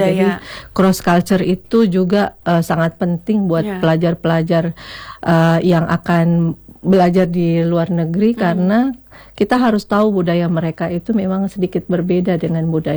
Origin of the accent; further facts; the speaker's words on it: Jakarta, Indonesia; born there; Saya lahirnya di Jakarta.